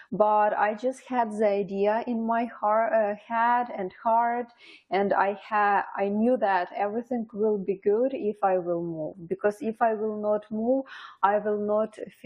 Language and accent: English; Ukraine; English is a second language; moved away as an adult; now in Windsor, Canada; I'm from Ukraine, but I have been in Canada already 3.5 years